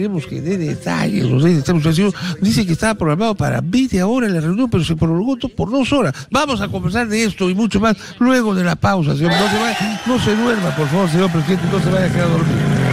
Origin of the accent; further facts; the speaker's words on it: Lima, Peru; Soy del centro de Lima, yo he mataperreado en Conde de Superunda, en los Barrios Altos, en 5 esquinas.